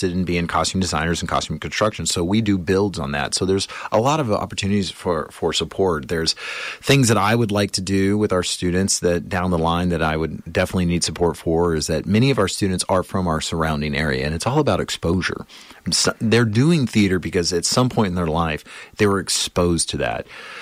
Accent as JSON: {"language": "English", "region": "Texas", "country": "United States", "said": "I was from Texas, middle of nowhere, Texas. You know, my I don't come from money in any way."}